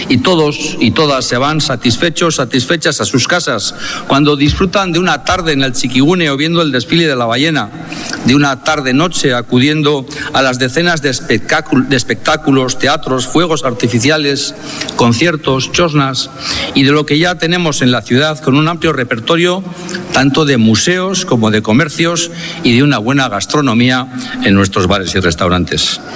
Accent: Bilbao, Basque Country, Spain; Última Aztenagusi como alcalde, pero no como bilbaíno.

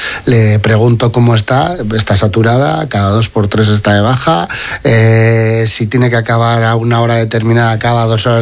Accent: Sestao, Basque Country, Spain; en mi pueblo, en Sestao

